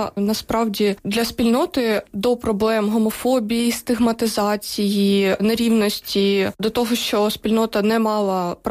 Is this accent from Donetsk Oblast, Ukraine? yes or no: yes; Donetsk Oblast, Ukraine; Можу на своєму навіть прикладі це підтвердити, бо я з Донецької області.